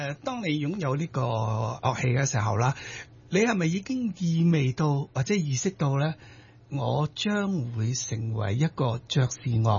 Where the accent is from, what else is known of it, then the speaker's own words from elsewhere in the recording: Chaozhou, Guangdong, China; 我是潮州人。我係潮州人。